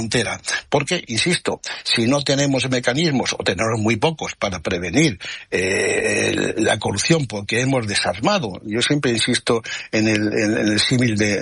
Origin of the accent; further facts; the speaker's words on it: Spain